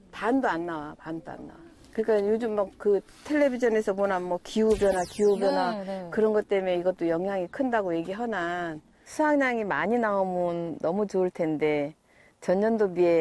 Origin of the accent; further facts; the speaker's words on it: Jeju, South Korea; 살짝 제주도 사람으로서 되게 걱정이 많아요.